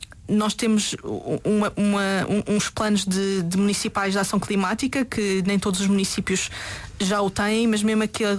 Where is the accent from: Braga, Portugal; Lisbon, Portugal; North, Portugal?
Lisbon, Portugal; aqui em Lisboa, eu sou de Lisboa, portanto é o caso que eu conheço melhor